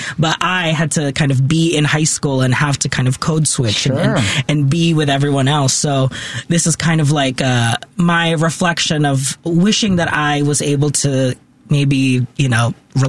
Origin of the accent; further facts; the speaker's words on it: Philippines; And also trying to, you know, assimilate like as a Filipino in a predominantly white school.